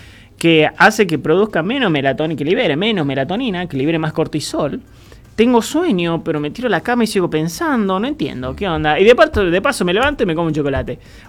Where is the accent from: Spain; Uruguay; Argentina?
Argentina; Jujuy; A mí me pasa lo mismo, yo soy jujeño.